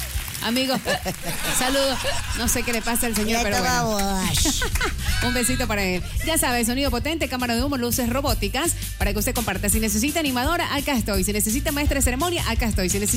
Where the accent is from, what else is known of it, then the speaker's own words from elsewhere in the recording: Ecuador; ecuatorianos somos y ecuatorianos moriremos.